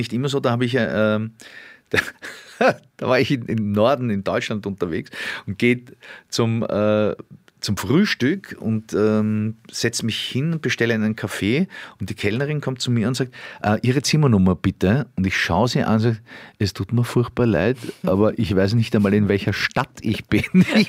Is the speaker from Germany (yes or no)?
no; Mödling District, Lower Austria, Austria; ich bin im Bezirk Mödling aufgewachsen